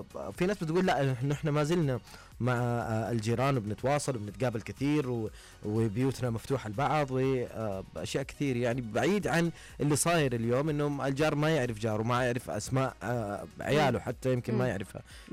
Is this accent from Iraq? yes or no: no; Saudi Arabia; اعتقد احنا كسعوديين